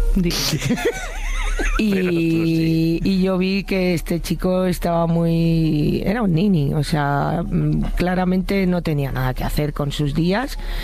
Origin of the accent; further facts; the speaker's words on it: Barcelona, Catalonia, Spain; porque yo soy de Barcelona.